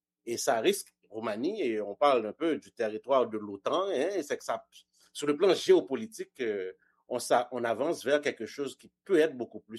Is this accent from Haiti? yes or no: yes; Haiti; ça a commencé en Haïti. Je suis haïtien, pour ceux qui s'en doutaient.